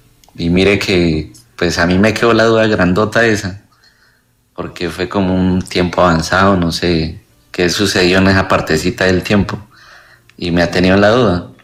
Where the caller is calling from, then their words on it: Nariño, Colombia; Lo escucho desde Nariño.